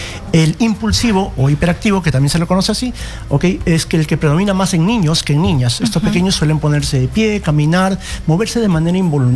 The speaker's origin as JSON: {"language": "Spanish", "country": "Peru"}